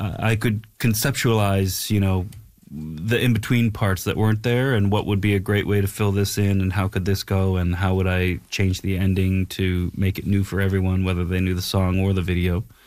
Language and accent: English; Nova Scotia, Canada; moved away as an adult; also born or lived in Halifax; now in Los Angeles, United States; I always knew, I moved from Nova Scotia to Los Angeles to go to the American Film Institute.